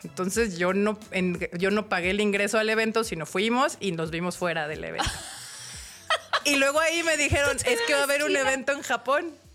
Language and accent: Spanish; State of Mexico, Mexico; now in Mexico City, Mexico; Yo soy del Estado de México. Originaria del Estado de México. Ya tengo un rato viviendo aquí en Chilangolandia.